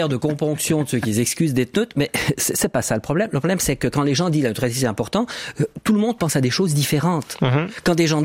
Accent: Switzerland; Mais c'est pas parce qu'on est neutre. C'est parce qu'on est Suisse.

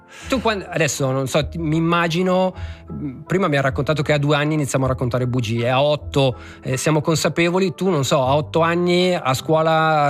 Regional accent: Sorengo, Ticino, Switzerland; born there; sono nato a Sorengo.

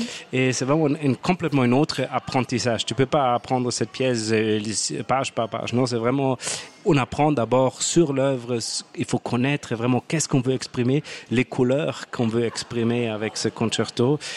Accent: Munich, Bavaria, Germany; French is a second language; Allemand, de Munich.

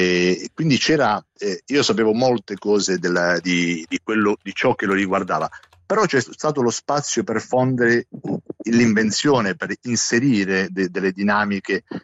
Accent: Apulia, Italy; Veniamo dallo stesso ceppo meridionale, io pugliese, lui siciliano

